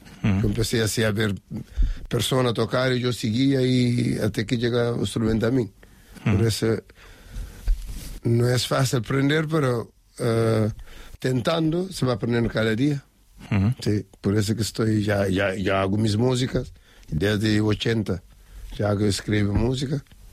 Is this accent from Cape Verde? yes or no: yes; Cape Verde; Spanish is a second language; Yo estoy aquí ahora por conocimiento de mi amigo, que nos conocemos ahí en mi tierra, en Cabo Verde, en el pueblo, pues conocemos la vila. Pues si hablo español, yo también hablo español un poco.